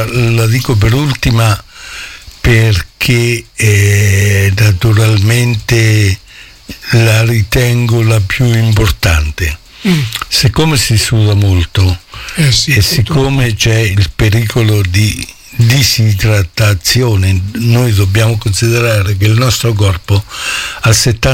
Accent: Montappone, Marche, Italy; born there

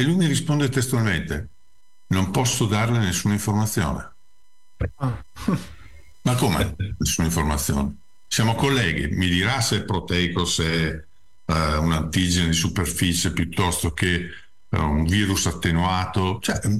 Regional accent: Veneto, Italy; Perché io sono della Bassa, vengo dai bassi fondi del Veronese, cioè dove le aquile non osano

